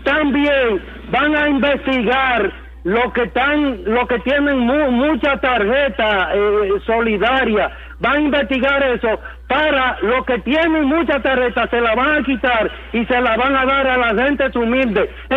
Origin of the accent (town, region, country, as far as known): Dominican Republic